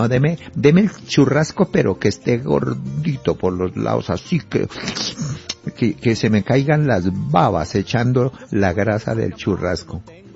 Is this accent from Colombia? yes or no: yes; Boyacá, Colombia; en mi tierra Boyacá